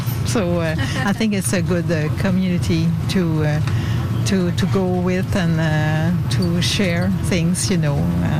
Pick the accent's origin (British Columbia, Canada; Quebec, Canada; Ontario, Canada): Quebec, Canada; Quebec City; now in Rouyn-Noranda, Canada; No, I'm originally from Quebec, Quebec City. And I moved to Rouyn in 1983. Yeah, so my life is in Rouyn now.